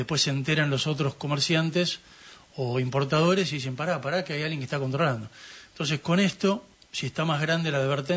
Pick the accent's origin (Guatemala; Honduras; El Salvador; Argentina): Argentina